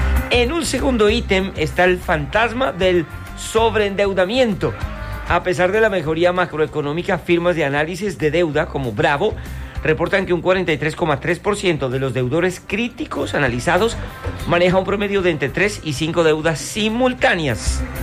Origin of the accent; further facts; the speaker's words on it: Colombia; somos los colombianos